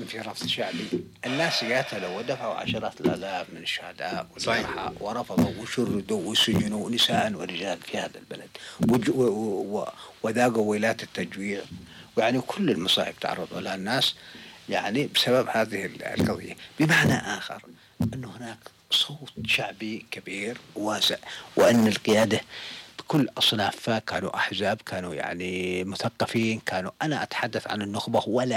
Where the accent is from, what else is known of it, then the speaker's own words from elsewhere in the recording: Yemen; الآن نحن وجها لوجه مع إيران كيمنيين.